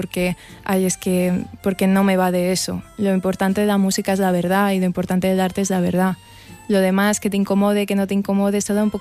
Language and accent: Spanish; Barcelona, Catalonia, Spain; porque yo nací y me he criado en Barcelona